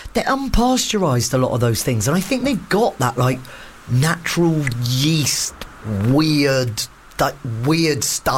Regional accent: South West England, United Kingdom; moved away; I grew up in Somerset

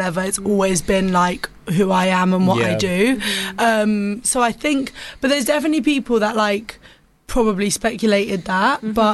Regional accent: Cyprus; now in London, United Kingdom; because it's like the Middle Eastern connection, because I'm from Cyprus, obviously.

